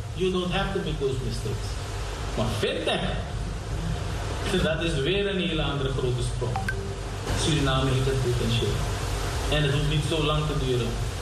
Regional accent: Delft, South Holland, Netherlands; En natuurlijk heb ik ook met de mensen hier in Delft, van waar ik kom.

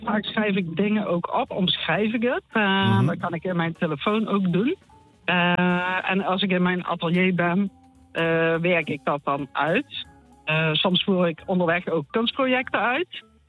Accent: Limburg, Netherlands; accent: Limburg; En het loopt door Limburg, zoals je misschien hebt gehoord. En mijn accent ook.

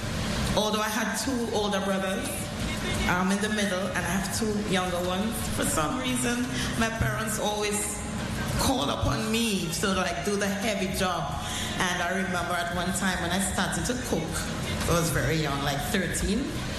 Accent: San Fernando, Trinidad & Tobago; I grew up in San Fernando, and you see how you all fanning? It's like this. It's very warm.

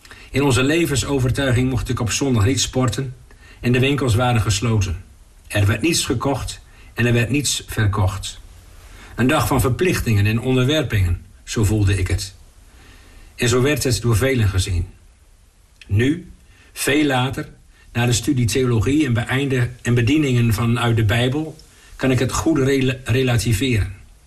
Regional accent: Groningen, Netherlands; In het dorp waar ik opgroeide, aan de Dollard in het Oldambt

